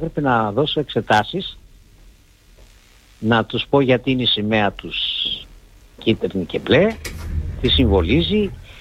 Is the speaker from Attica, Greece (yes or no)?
yes; Athens, Attica, Greece; είμαι Βέρος Αθηναίος 200 χρόνια οικογένεια.